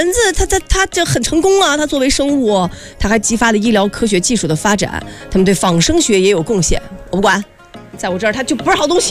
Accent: China; 我觉得对于我们中国人而言是一件非常幸运的事情

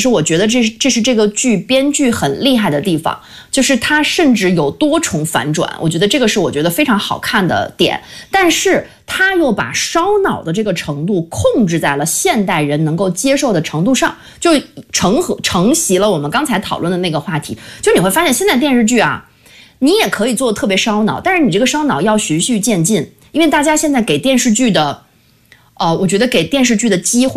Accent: China

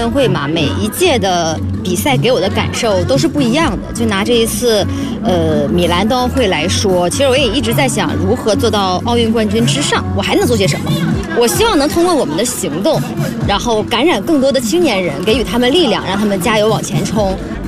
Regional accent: China; 我们中国人的坚韧和这种风骨

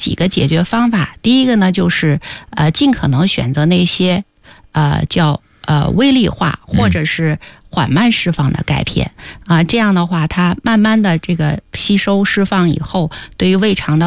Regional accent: China; 我们中国人的膳食。

